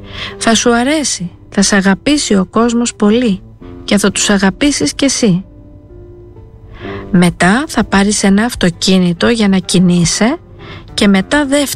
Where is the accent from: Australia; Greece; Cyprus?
Cyprus; moved away as an adult; «Στην Κύπρο, στο χωριό μου», του απήντησα.